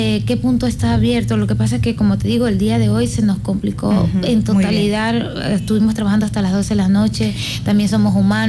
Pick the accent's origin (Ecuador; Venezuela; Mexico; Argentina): Venezuela; moved away